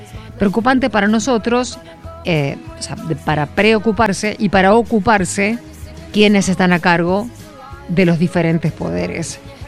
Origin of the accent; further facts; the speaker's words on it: Argentina; No solamente yo lo digo yo como periodista, sino como argentina, como ciudadana.